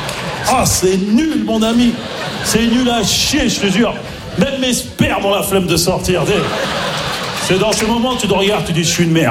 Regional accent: Maisons-Alfort, Île-de-France, France; parce que j'ai grandi à Maison Alphand, en plus, tu vois, dans le 9-4, tu vois, j'ai grandi...

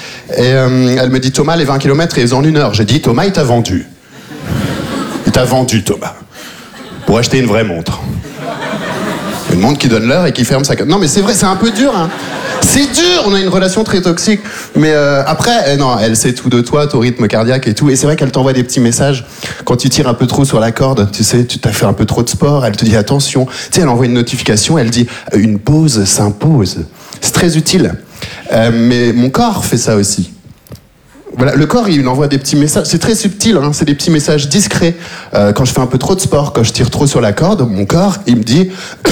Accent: Belgium; born or raised there

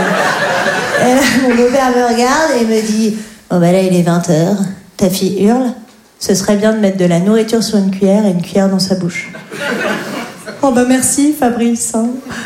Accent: Grand Est, France; born or raised there

